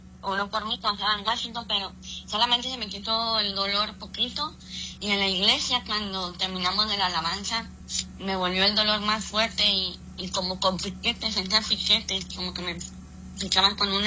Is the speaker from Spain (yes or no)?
no; Cuernavaca, Morelos, Mexico; born there; Cuernavaca, Morelos.